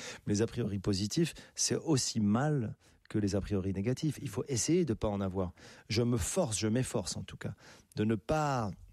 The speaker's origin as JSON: {"language": "French", "town": "Casablanca", "region": "Casablanca-Settat", "country": "Morocco", "tie": "born there"}